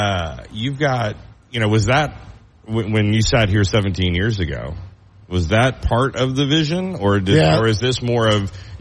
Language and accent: English; Oklahoma, United States; You know, I'm a redneck from Oklahoma. Like, I don't know wine.